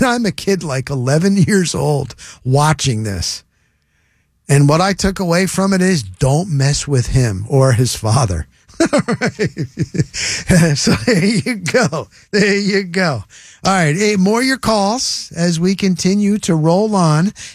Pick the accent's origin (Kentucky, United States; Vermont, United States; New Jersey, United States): New Jersey, United States; I grew up in North Jersey